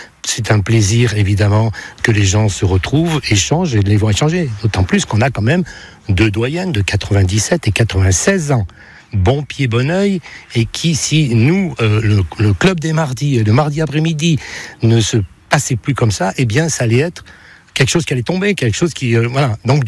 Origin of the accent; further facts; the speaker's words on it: La Mure, Auvergne-Rhône-Alpes, France; Alors, je savais que je suis plutôt natif de la Mure, et c'était soit le Valbonnet, mais le Valbonnet, il n'y avait pas trop de possibilités, et sur le Beaumont